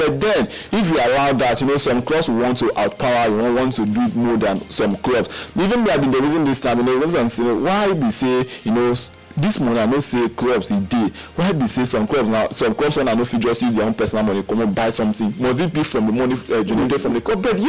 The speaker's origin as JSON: {"language": "English", "country": "Nigeria", "said": "as a Nigerian"}